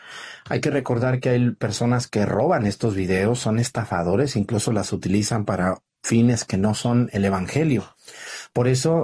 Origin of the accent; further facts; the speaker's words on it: Mexticacán, Jalisco, Mexico; Mexticacán, mi tierra, donde yo nací